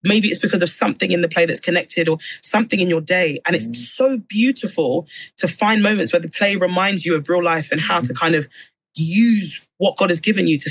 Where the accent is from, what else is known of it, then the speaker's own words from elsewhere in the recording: Nigeria; So I am a Nigerian. I'm raised as a Nigerian, which means that within our own culture, there is a big influence of culture on the religion.